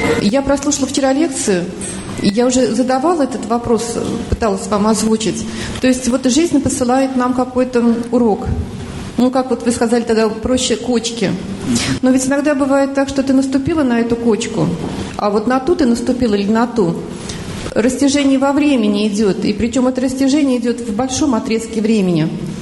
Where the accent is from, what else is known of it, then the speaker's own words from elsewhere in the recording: Saratov, Saratov Oblast, Russia; Здравствуйте … я из Саратова.